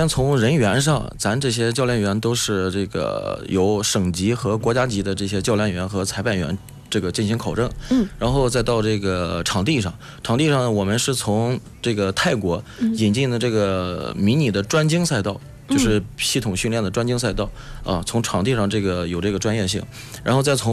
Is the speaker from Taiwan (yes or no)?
no; Jinan, Shandong, China; 尤其是咱山东咱济南这边